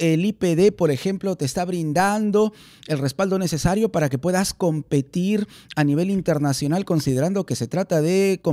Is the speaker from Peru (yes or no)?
yes; Peru; Estamos orgullosos de ti como peruanos.